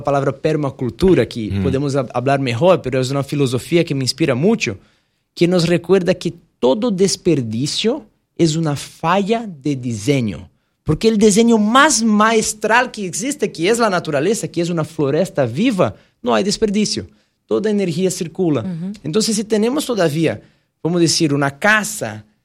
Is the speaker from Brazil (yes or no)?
yes; São Paulo, Brazil; Spanish is a second language; moved away as an adult; also born or lived in Salvador, Bahia; now in Panama; Yo nací en Salvador de Bahía, pero crecí un poco más cerca a São Paulo, al interior de São Paulo, donde todavía vive mi familia.